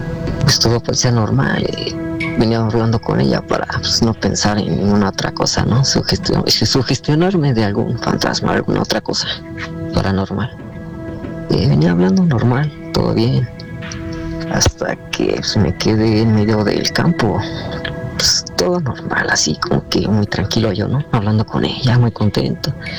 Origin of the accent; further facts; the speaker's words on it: Toluca, State of Mexico, Mexico; Soy de Toluca y mi sobrenombre, pues, lo voy a poner así, ¿no? … Soy de Toluca y no daré muchos detalles donde ocurre esto